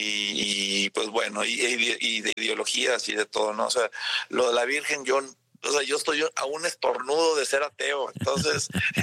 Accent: Mexico; fuera de México los mexicanos somos mexicanos.

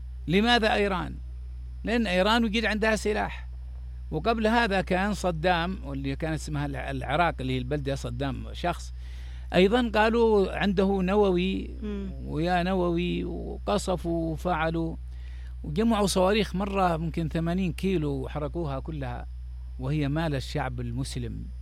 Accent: Yemen; عندنا في اليمن

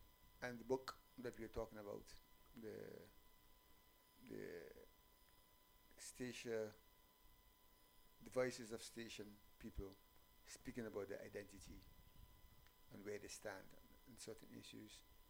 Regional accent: St. Vincent & Grenadines; also born or lived in Netherlands; now in Aruba; Originally, I'm from St. Vincent. I've lived in the Netherlands. That's where I did my studies.

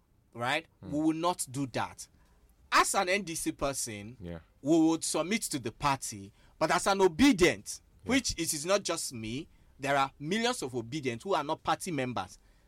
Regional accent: Enugu State, Nigeria; I'm from Usudo Osea Anugu

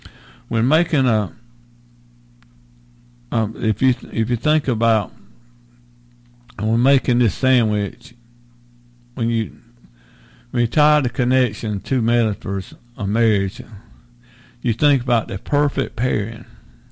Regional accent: Sampson County, North Carolina, United States; and I grew up right here in Sampson County

